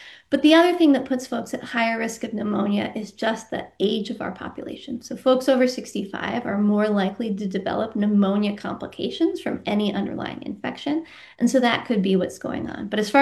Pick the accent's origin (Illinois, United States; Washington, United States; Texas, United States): Washington, United States; I grew up in Western Washington.